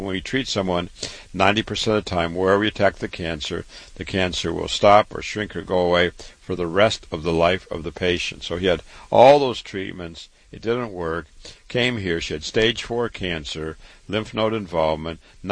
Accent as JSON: {"language": "English", "town": "Waterloo", "region": "Iowa", "country": "United States", "tie": "born or raised there", "said": "I was born and raised in Waterloo, Iowa. I went to public school, graduated medical school at 25"}